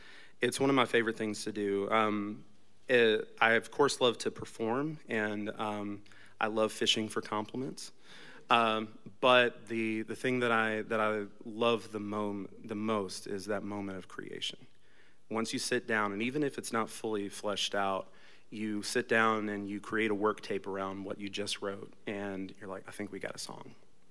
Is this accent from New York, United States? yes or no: no; Bossier City, Louisiana, United States; also born or lived in California / Montgomery, Alabama; now in Nashville, United States; My father was in the Air Force, so we started in Bossier City, then made our way out to California, then Montgomery, Alabama at Maxwell Air Force Base.